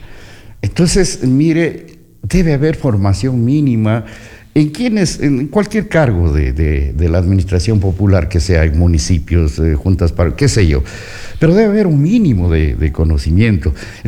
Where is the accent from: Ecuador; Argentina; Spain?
Ecuador; Somos los ecuatorianos.